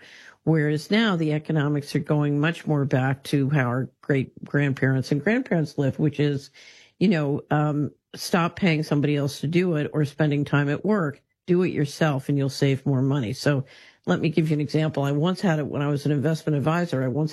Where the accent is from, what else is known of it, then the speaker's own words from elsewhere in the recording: Philadelphia, Pennsylvania, United States; I grew up in West Philadelphia.